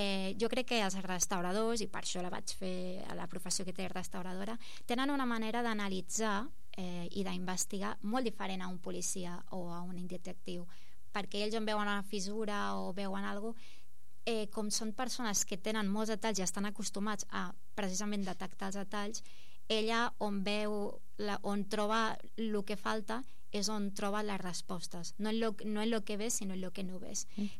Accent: El Prat de Llobregat, Catalonia, Spain; jo que sóc del Prat

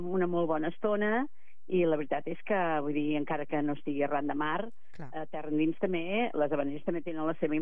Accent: Sant Feliu de Codines, Catalonia, Spain; al meu poble natal, Sant Feliu de Codines

